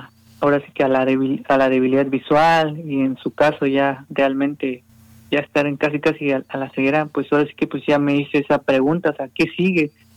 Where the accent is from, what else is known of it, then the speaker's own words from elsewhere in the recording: Poza Rica, Veracruz, Mexico; also born or lived in Puebla; regresé otra vez a mi ciudad de origen, a Poza Rica